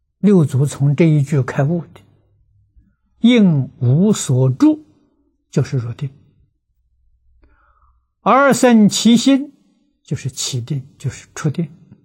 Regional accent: China

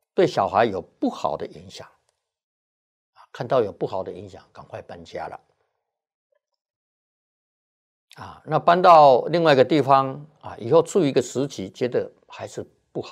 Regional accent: China; 像外国人讲磁场，我们中国人讲这个气氛

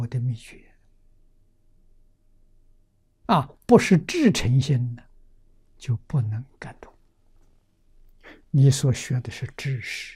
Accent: China

